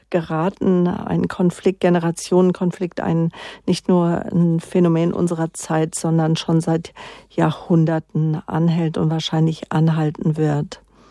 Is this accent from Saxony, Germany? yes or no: no; Munich, Bavaria, Germany